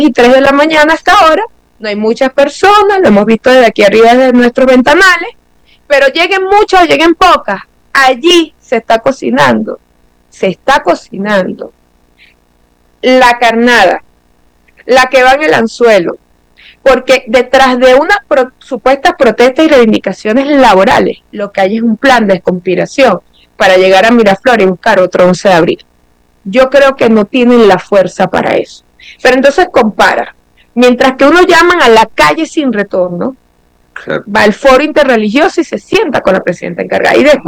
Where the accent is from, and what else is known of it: Venezuela